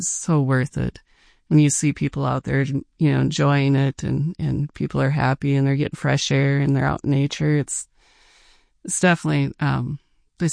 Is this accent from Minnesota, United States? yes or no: yes; Minnesota, United States; a lot of people from Minnesota, I'm from Minnesota originally